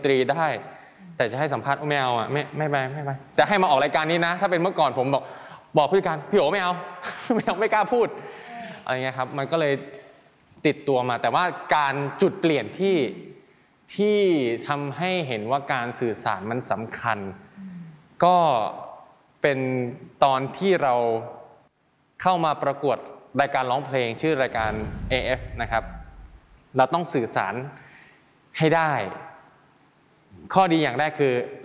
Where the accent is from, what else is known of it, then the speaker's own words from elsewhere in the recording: Isan, Thailand; เราเป็นคนอีสานเราก็พูดอีสานไปเลย